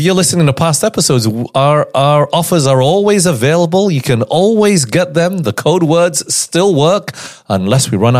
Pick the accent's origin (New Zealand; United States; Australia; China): Australia; moved away as an adult; also born or lived in Taiwan; You know, I grew up in Australia, but after that I left for 20 years and I've been traveling the world.